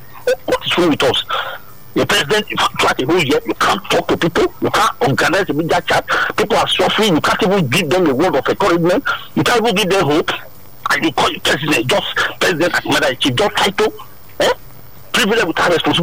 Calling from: Ogun, Nigeria; I'm calling from the Aziz of Ogun State, of Sangota.

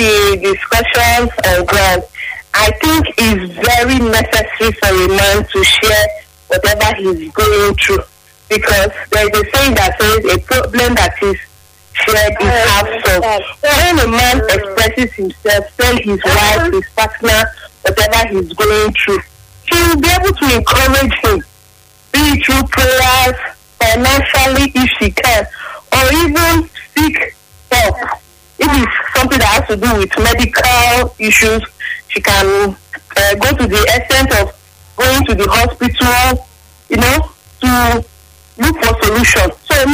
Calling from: Benin City, Edo, Nigeria; I'm calling from Idogbo Bypass.

